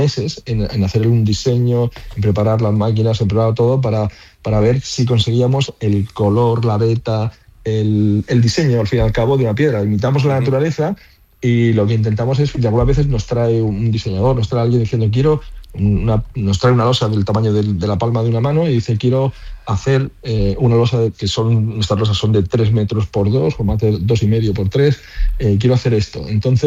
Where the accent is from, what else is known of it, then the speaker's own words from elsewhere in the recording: Almería, Andalusia, Spain; De ser almerienses, andaluces y españoles, y lo llevamos con.